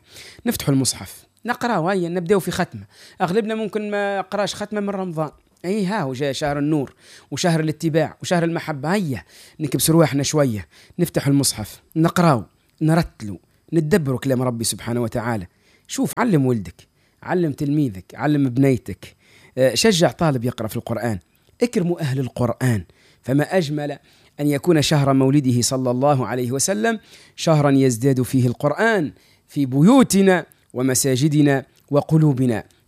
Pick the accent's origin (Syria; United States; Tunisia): Tunisia; accent: Tunisian; نحن في لهجتنا التونسية العادية